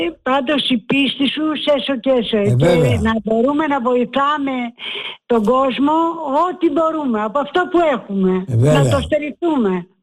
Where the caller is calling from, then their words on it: Cholargos, Attica, Greece; από το Χολαργό.